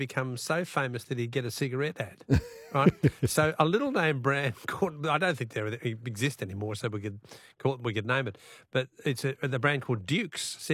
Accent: Melbourne, Victoria, Australia; And as a Greek boy growing up in Melbourne, George, I want to talk to him about Melbourne, the way that Melbourne's changed.

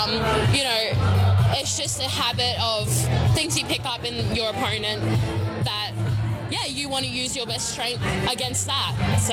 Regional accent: Brisbane, Queensland, Australia; moved away as an adult; also born or lived in Papunya; now in Alice Springs, Australia; So I was born and raised in Brisbane though, just mum wanted a different life for me.

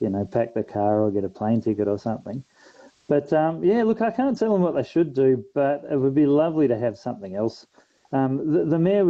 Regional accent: Darwin, Northern Territory, Australia; Well, I'm from Darwin, so I've got no right to tell them what to do.

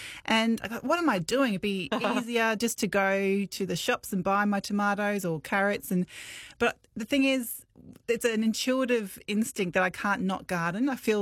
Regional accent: Brisbane, Queensland, Australia; I grew up in West End and I have the best memories. I have a real nostalgia for Brizzy

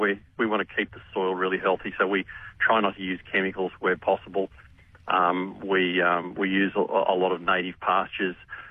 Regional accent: Armidale, New South Wales, Australia; now in Robertson, Australia; I grew up in Armidale, so it's like a tropical climate for me.

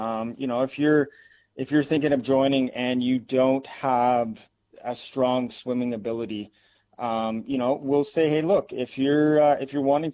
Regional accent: Squamish, British Columbia, Canada; now in Geraldton, Australia; I'm originally from Squamish, British Columbia.

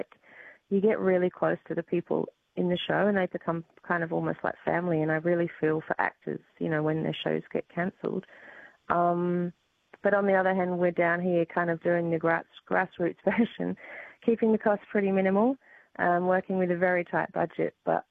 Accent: London, United Kingdom; And to be fair, I mean, I grew up living in London as well. I used to go to all the West End shows.

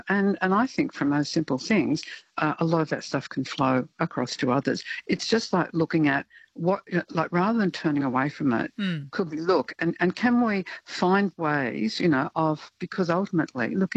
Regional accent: Sydney, New South Wales, Australia; I grew up in Sydney, and I grew up beside the Royal National Park

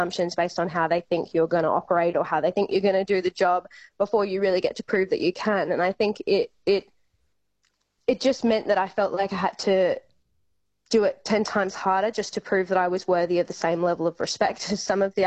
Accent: Yillering, Western Australia, Australia; I grew up in Yillering, which is a really small town in the wheat belt. And my dad, it's a grain town. My dad drove grain trucks, and we had a CBH there

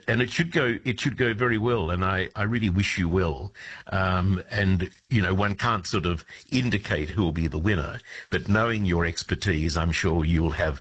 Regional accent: Bathurst, New South Wales, Australia; now in Mudgee, Australia; I was a bit rude about my hometown, Bathurst

